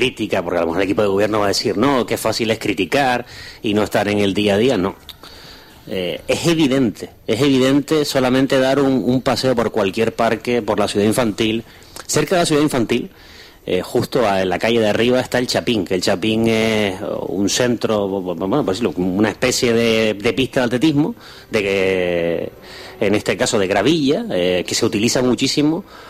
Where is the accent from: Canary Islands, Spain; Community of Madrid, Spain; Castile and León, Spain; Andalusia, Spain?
Canary Islands, Spain; Santa Lucía de Tirajana; somos vecinos de Santa Lucía